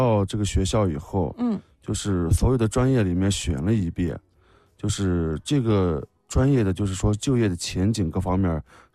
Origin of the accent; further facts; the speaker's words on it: Inner Mongolia, China; now in Yulin, China; 你像我们内蒙古那里有这个广阔的草原和蜿蜒的河流